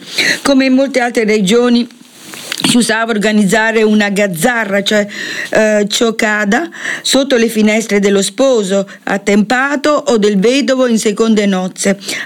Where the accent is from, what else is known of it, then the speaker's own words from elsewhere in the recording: Naples, Campania, Italy; Scusate il dialetto, io sono napoletana, faccio fatica a pronunciarlo bene.